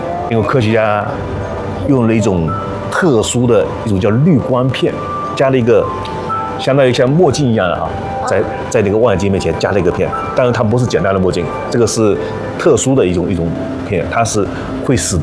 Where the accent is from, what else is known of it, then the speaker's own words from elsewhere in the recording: China; 我们中国人还特别厉害，